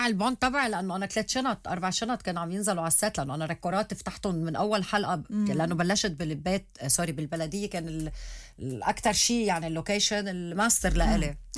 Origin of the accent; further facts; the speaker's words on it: Lebanon; عندنا بلبنان